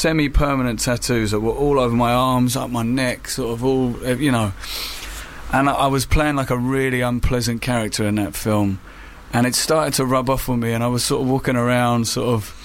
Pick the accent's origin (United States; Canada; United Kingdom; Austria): United Kingdom; Surrey, South East England; moved away as an adult; also born or lived in London / Manchester; I was born in London, and then I grew up just outside in Surrey